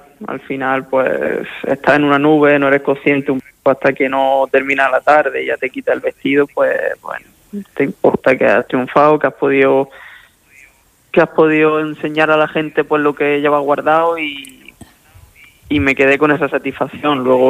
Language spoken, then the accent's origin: Spanish; Region of Murcia, Spain; now in Sierra de Cádiz, Spain; Pues yo lógicamente soy de Murcia